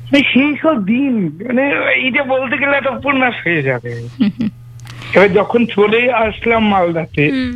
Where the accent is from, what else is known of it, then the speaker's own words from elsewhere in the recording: Dakshin Dinajpur district, West Bengal, India; born there; also born or lived in Murshidabad; now in Malda, India; মুর্শিদাবাদ থেকে একটি পরিবার দক্ষিণ দিনাজপুর জেলার একটি শহরে গিয়ে পৌঁছলো 2006 সালে। তখন আমার 6 বছর বয়স।